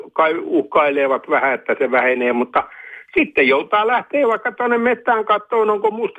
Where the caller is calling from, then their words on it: Orivesi, Pirkanmaa, Finland; tuonne Oriveden Hirsilään, mistä minä olen lähtöisin